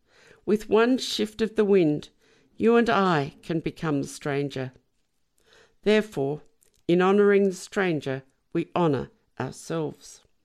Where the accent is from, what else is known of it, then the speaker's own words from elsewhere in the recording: Carlton, Victoria, Australia; As a child, growing up in Carlton, I lived in two worlds. On the streets of Carlton, we were interacting with children from Greece, from Yugoslavia, from Italy, from working-class Australian families.